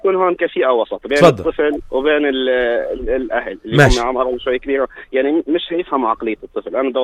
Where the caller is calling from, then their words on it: Jordan; عندنا في الأردن